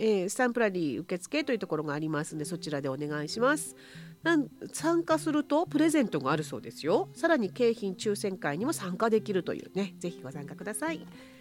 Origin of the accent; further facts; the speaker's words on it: Ten'ei, Fukushima, Japan; ちょうど私の出身地天栄村なんですが、天栄村では木の里天栄といいまして道の駅があります。実家からすぐなんですけど